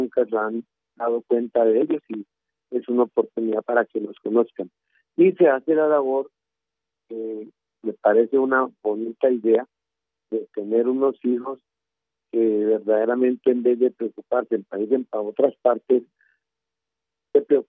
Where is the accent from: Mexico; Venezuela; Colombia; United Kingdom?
Colombia; Nosotros somos colombianos